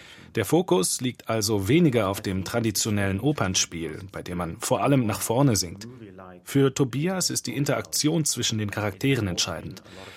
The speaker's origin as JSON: {"language": "German", "region": "southern Sweden", "country": "Sweden", "second_language": "German", "said": "In meiner Heimat an der südschwedischen Küste weht immer ein Wind, selbst dann, wenn offiziell Windstille herrscht."}